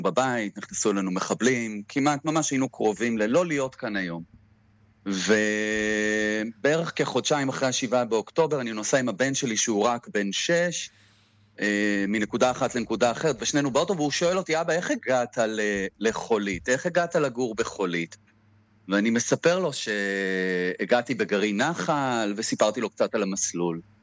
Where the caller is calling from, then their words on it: Holit, Southern District, Israel; אני מקיבוץ חולית, כן, ב-25 שנים האחרונות